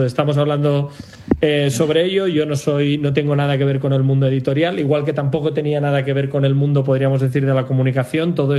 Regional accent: Sabadell, Catalonia, Spain; Yo soy natural de Sabadell, Barcelona.

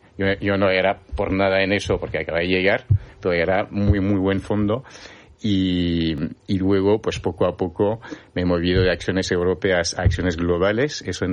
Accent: Paris, Île-de-France, France; now in Spain; Bueno, yo soy de París y bueno, empecé ahí.

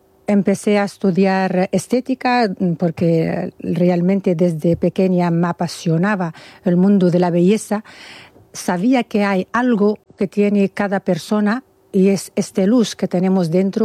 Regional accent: Tunisia; moved away; Soy de Túnez. Nací en Túnez con una educación musulmana, con restricciones, con tabúes

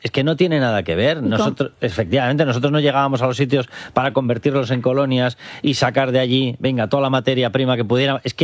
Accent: Spain; porque soy español

